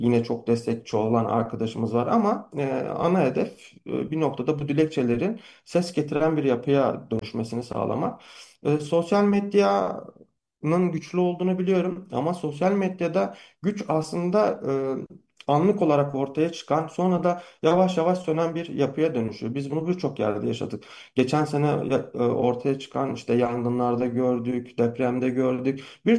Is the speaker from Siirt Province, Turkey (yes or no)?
yes; Kurtalan, Siirt Province, Turkey; moved away; also born or lived in Gaziantep; Siirt'in Kurtalan ilçesinde büyüdüm. Ben babam saat tamircisi, biz Gaziantepliyiz normalde. Orası da bizim ikinci memleketimiz oldu.